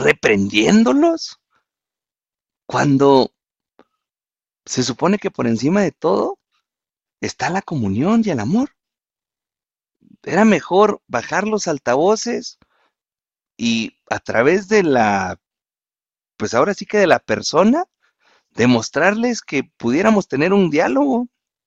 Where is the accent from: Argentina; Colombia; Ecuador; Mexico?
Mexico; primero somos mexicanos